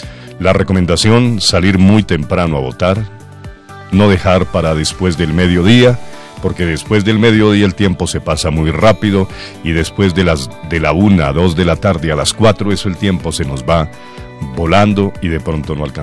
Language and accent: Spanish; Colombia; como colombiano y como cristiano